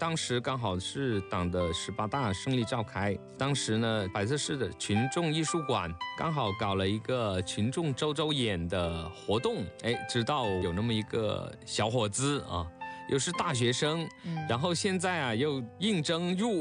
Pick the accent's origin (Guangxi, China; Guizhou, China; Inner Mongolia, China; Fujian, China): Guangxi, China; Tianlin; 第二年我就回到了我的家乡田林，就一步一步的从乡里面选，再到县里面啊